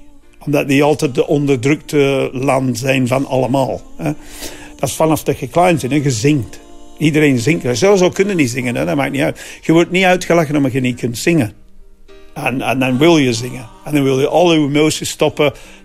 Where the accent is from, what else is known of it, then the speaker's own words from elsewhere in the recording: England, United Kingdom; Dutch is a second language; ik ben Engelsen, maar mijn familie komen uit Wales.